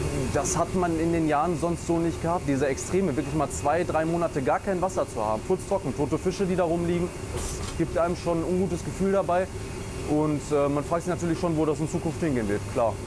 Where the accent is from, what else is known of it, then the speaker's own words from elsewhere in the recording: Germany; Ich bin hier am Hof ja groß geworden.